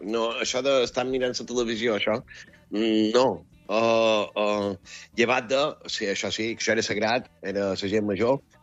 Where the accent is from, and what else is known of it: Balearic Islands, Spain